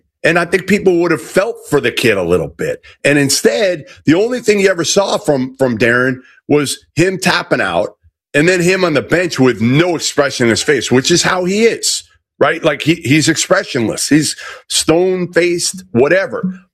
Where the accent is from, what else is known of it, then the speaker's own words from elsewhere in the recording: Massachusetts, United States; I'm from Massachusetts, so I had seen A.J. since he was a sophomore in high school a bunch.